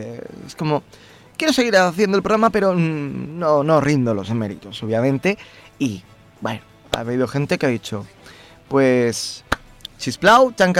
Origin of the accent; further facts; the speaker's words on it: Vitoria-Gasteiz, Basque Country, Spain; now in Madrid, Spain; mi ciudad, yo soy de Vitoria